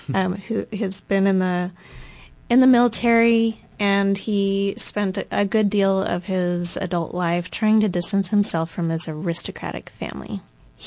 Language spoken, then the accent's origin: English; Rosebud, Arkansas, United States; Strangely looks a lot like Searcy, which is not my hometown, but very near my hometown.